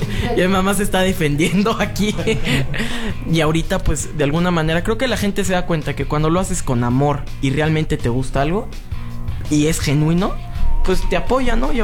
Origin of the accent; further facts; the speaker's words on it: Mexico; nosotros como mexicanos cantemos música en español